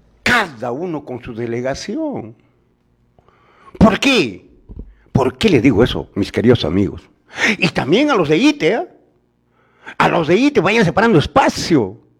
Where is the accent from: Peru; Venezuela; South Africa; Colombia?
Peru; Candarave, Tacna; mi provincia de Candarave